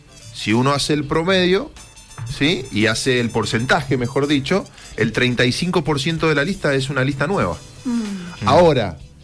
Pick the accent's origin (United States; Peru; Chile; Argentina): Argentina; Somos argentinos y tenemos esa posibilidad de opinar.